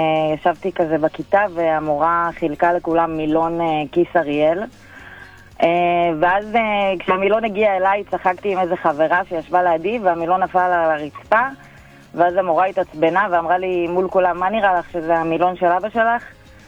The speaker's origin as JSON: {"language": "Hebrew", "town": "Kiryat Gat", "region": "Southern District", "country": "Israel", "tie": "born or raised there", "said": "אני פשוט מקריית גת"}